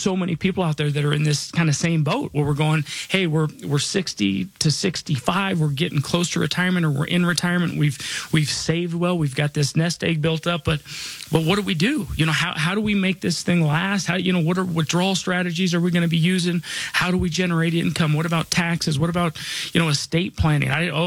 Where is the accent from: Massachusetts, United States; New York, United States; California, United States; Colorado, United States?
Colorado, United States; Denver; born or raised there